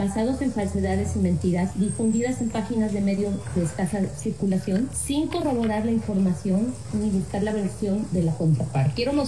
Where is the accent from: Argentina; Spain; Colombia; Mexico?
Mexico; Xalapa, Veracruz; Soy empresaria de Jalapa y me acompaña el licenciado y apoderado y amigo de la familia, el licenciado Ángel Hernández.